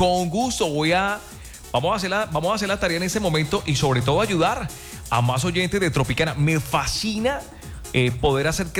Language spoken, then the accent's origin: Spanish; Cúcuta, Norte de Santander, Colombia; Podamos mostrar la otra cara de la ciudad. Como buenos cucuteños, ¿no?